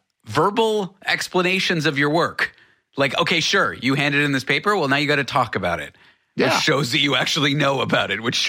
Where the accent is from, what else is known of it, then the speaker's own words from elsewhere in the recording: Canada; I'm a Canadian citizen